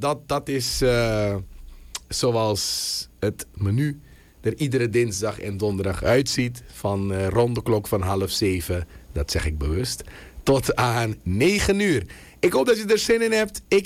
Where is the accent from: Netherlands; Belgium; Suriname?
Suriname; hoe gaan wij als Surinamers om met feedback?